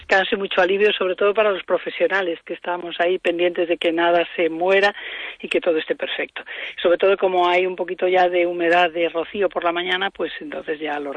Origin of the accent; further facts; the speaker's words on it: Galicia, Spain; aquí no nos va a pasar porque somos gallegos, llueve mucho